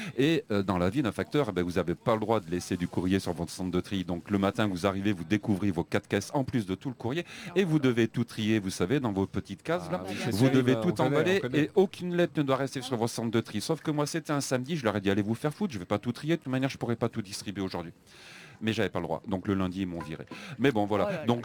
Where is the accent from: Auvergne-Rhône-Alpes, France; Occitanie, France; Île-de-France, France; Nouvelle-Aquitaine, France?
Auvergne-Rhône-Alpes, France; Valence; je suis originaire de Valence, dans la Drôme